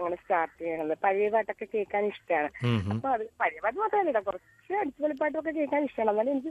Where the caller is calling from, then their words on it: Cherthala, Kerala, India; ഞങ്ങളുടെ ചേർത്തൽ തന്നെയാണ്. എന്റെ വീട് കടക്കരപ്പള്ളി.